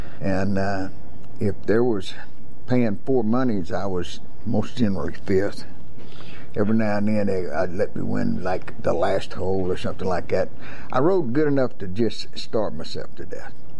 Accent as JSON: {"language": "English", "town": "Blanco", "region": "Texas", "country": "United States", "tie": "born or raised there", "said": "being raised in Blanco, Texas, back off in the woods right there"}